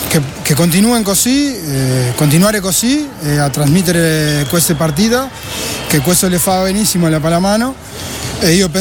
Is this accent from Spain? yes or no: no; Canelones, Uruguay; Italian is a second language; now in Italy; vengo di Uruguay, de Canelones, vicino a Montevideo, che è la capitale.